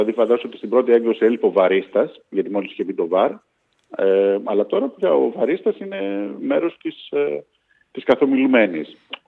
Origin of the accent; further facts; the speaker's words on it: Kavala, Eastern Macedonia and Thrace, Greece; γιατί είμαι από την Καβάλα